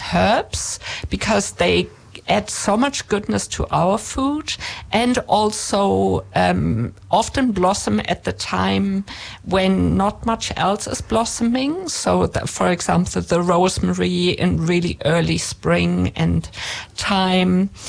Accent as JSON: {"language": "English", "country": "Germany", "accent": "German", "moved": "yes", "said": "So you can hear in my accent that I'm German. I grew up with really, really good bread."}